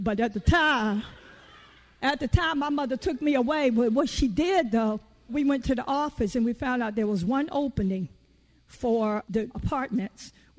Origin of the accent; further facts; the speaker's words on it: Virginia, United States; born there; See, I ain't scared. I'm from Virginia. I was born below the Mason-Dixon line.